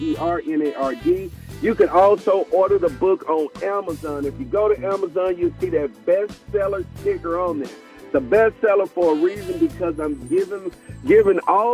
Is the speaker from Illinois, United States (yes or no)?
no; Mississippi, United States; that's who really influenced that in me while I was growing up in Mississippi.